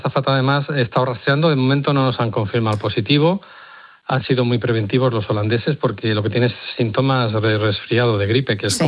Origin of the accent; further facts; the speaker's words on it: Madrid, Community of Madrid, Spain; now in Seville, Spain; aunque estoy en Sevilla soy madrileño y mis padres viven al lado